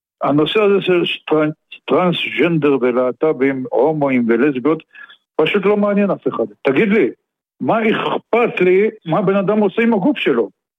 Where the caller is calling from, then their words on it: Petah Tikva, Central District, Israel; אני מפתח תקווה.